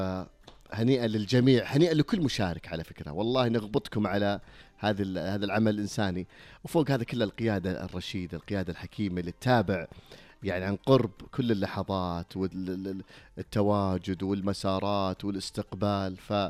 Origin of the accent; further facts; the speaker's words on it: Saudi Arabia; وأنا أعرف هذا ديدنا إحنا كسعوديين،